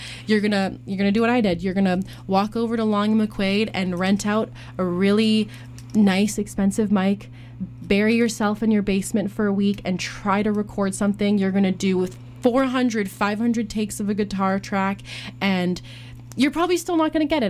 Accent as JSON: {"language": "English", "country": "Canada", "also_born_or_lived": "Belgium", "said": "I'm French speaking, but I'm Belgian Canadian."}